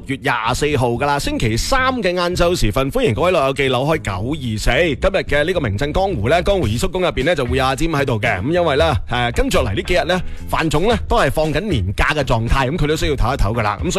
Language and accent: Cantonese; Guangdong, China; 我哋广东人